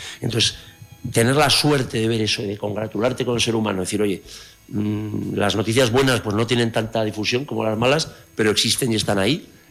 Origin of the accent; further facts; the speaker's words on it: Pamplona, Navarre, Spain; nosotros como navarros, tú de Irurita, yo de la Luzama, bueno, o sea, aunque soy de Pamplona, soy adoptado de la Luzama, de Odieta